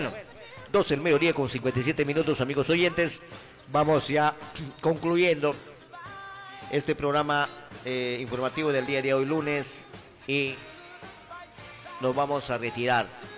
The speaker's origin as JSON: {"language": "Spanish", "country": "Peru", "said": "Yo no, ya pues he visto los gobiernos como peruano, como ciudadano."}